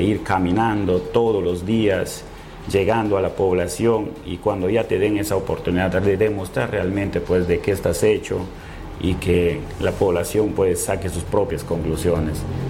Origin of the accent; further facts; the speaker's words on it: Lamas, San Martín, Peru; porque soy de Lamas